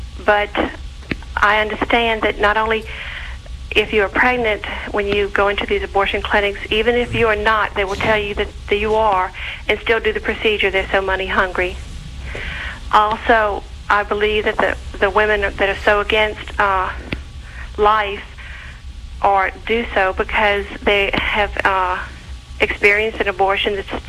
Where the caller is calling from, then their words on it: Louisiana, United States; Louisiana.